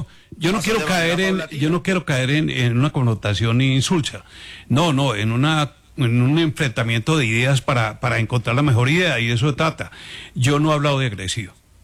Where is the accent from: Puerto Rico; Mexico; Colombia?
Colombia; somos distintos a Brasil, de acuerdo con Campos, somos distintos a Argentina, de acuerdo con ustedes. Somos Colombia y tenemos que evolucionar de esa manera.